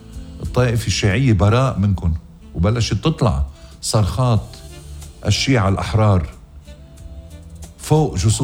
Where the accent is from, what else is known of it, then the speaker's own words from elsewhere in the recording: Lebanon; بوطني وطنكم لبنان